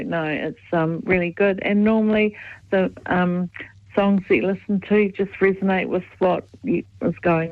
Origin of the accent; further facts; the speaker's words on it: Dunedin, Otago, New Zealand; now in Ashburton, New Zealand; Dunedin. Originally